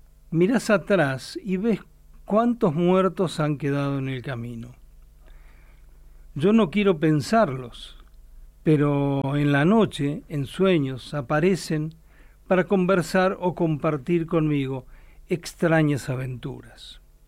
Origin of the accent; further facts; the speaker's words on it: Caleta Olivia, Santa Cruz, Argentina; moved away; yo me crié en Caleta Olivia